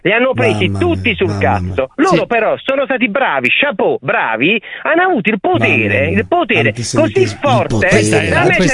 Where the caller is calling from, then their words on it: Bari, Apulia, Italy; Io sono di Bari.